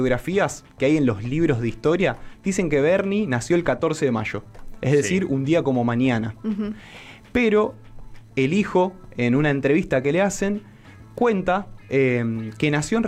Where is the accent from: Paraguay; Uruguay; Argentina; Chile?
Argentina; Santa Fe; Yo también soy santafesino, así que también eso me llena de orgullo.